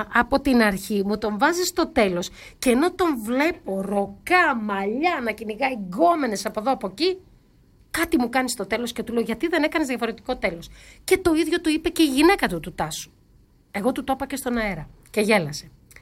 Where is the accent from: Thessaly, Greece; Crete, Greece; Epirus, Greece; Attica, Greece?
Epirus, Greece; Είμαστε και κοντοχωριανές από τη Θεσπρωτεία.